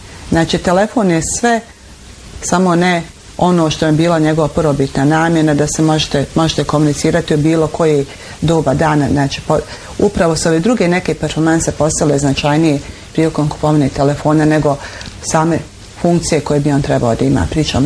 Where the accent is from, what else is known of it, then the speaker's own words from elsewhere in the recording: Bosnia & Herzegovina; Znate, mi smo Bosanci, ja ne znam, jedan narod poput našeg da voli, mi smo vesel narod, srdačan